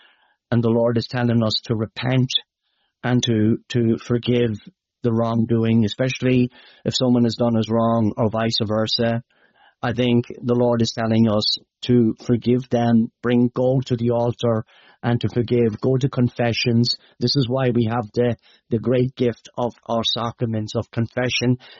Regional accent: Leinster, Ireland; some of your Irish might know, my accent might be hard to understand, but for the American Americans might be able to understand me, you know. It's in the Midlands of Ireland, the Midlands in Ireland.

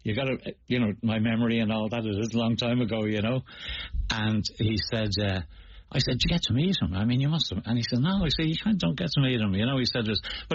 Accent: Dún Laoghaire, County Dublin, Ireland; in the Top Hat, where I grew up in Dunleary

